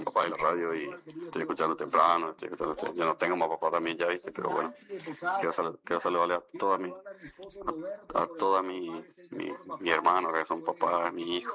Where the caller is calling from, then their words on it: Posadas, Misiones, Argentina; de Posada